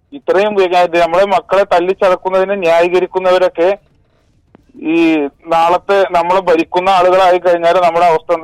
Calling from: Sharjah, United Arab Emirates; ഞാൻ ഷാർജയിൽ നിന്നാ വിളിക്കുന്നേ.

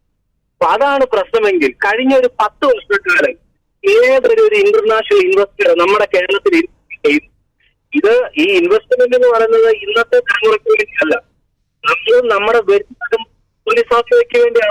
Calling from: Ranni, Kerala, India; ഞാനാ ഇപ്പൊ മഴ പെയ്ത് വെള്ളം പൊങ്ങിയ പത്തനംതിട്ട റാന്നിക്കാരനാ.

